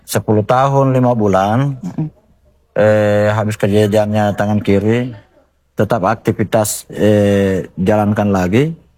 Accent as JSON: {"language": "Indonesian", "town": "Kendari", "region": "Southeast Sulawesi", "country": "Indonesia", "said": "Sulawesi Tenggara, Kota Kendari."}